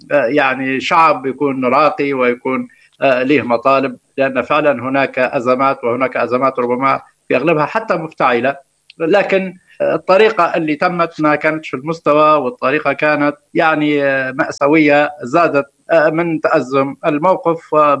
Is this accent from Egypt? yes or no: no; Libya; أنا مواطن ليبي، فمصالحي الشخصية تعطلت المرتبات يوم أو اثنين